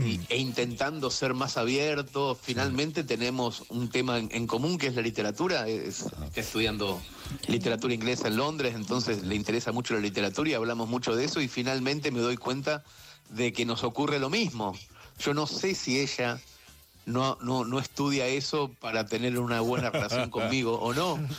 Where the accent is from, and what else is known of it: Argentina; moved away as an adult; also born or lived in Barcelona